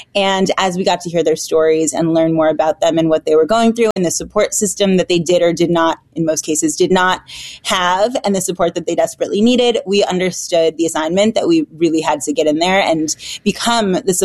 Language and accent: English; Michigan, United States; Michigan. So right there.